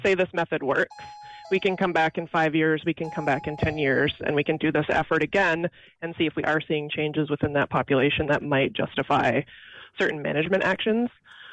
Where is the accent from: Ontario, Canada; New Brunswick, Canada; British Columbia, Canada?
Ontario, Canada; I'm actually Canadian.